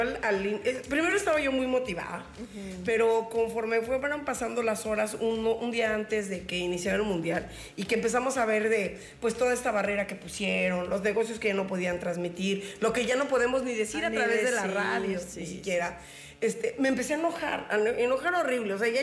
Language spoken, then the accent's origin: Spanish; Mexico; final de cuentas somos mexicanos y aquí nos estamos uniendo